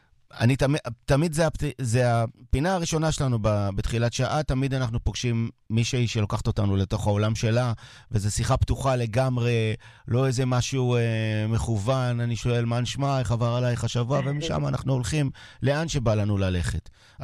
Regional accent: Sderot, Southern District, Israel; אני לא, אני גדלתי בסדרות שזה מין מיני עיר כזאת, אבל המון, המון טבע

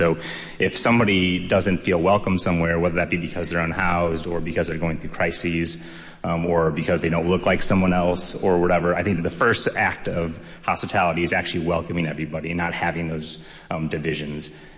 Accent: St. Louis, Missouri, United States; I am from St. Louis, Missouri. I was born and raised

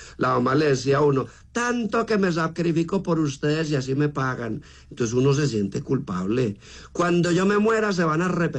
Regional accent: Marinilla, Antioquia, Colombia; Sí, yo nací en Marinilla.

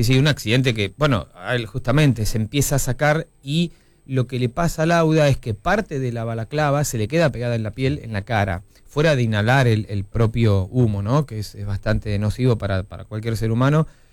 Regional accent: Argentina; now in United Kingdom; él me veía como el argentino chiquito

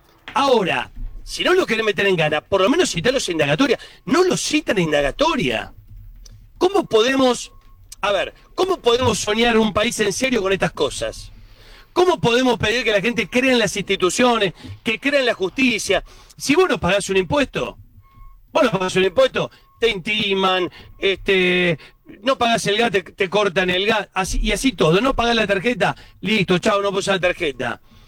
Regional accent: Argentina; yo como argentino, como ciudadano

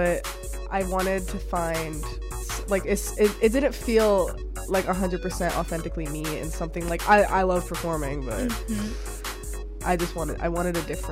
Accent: Cumming, Georgia, United States; also born or lived in Canton, United States; I grew up in Forsyth County in Cumming. If you know, you know. It's really not the tea. It's not. And then I moved to Canton, like Cherokee County, when I was in eighth grade.

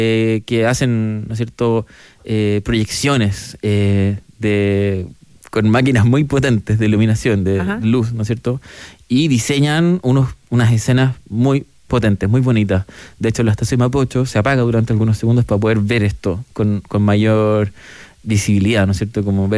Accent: Santiago, Santiago Metropolitan Region, Chile; A nosotros, como los santiaguinos

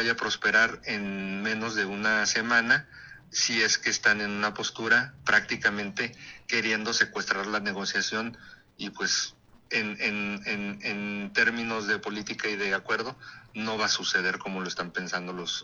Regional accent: Mexico; como mexicanos, que nos gusta el guateque y el argüende

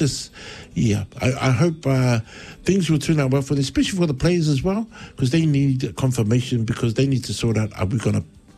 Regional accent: Wellington, New Zealand; For me, being born and bred in Wellington, you know, Hurricanes is my home team, but my village team has always been Moana.

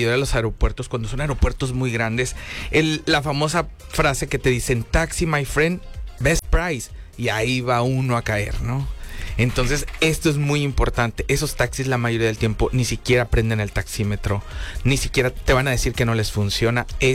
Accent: Mexico; nosotros los mexicanos

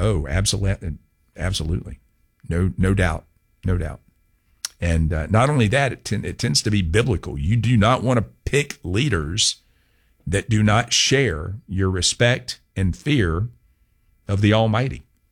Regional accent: Augusta, Georgia, United States; But look, I grew up on Washington, I grew up in National Hills. Washington Road was right there.

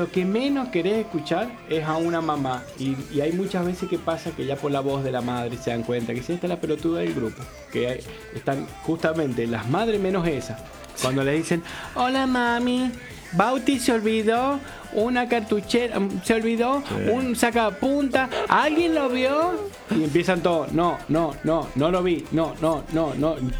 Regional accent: Rivadavia, San Juan, Argentina; Claro, yo soy Rivadavia en San Juan. Está mi barrio se llama Barrio Rivadavia Norte, pero está el departamento Rivadavia.

